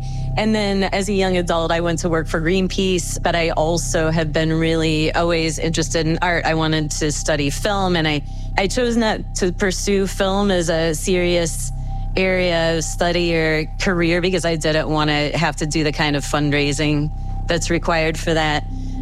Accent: Ohio, United States; now in Madison, United States; I am in Madison, Wisconsin. So I grew up in Ohio, and I guess I was sort of in a regular white middle class family, kind of going up the corporate ladder, I suppose.

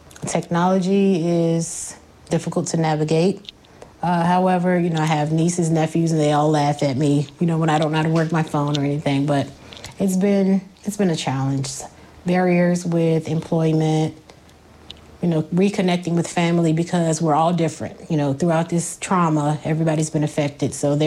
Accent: Roanoke, Virginia, United States; I grew up in Roanoke, Virginia.

